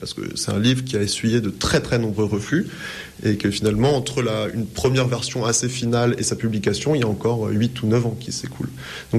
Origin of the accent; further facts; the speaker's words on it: Paris, Île-de-France, France; born there; moved away as an adult; also born or lived in United States; Donc moi, je suis français, parisien. Je suis né à Paris. J'ai fait des études de lettres à Paris.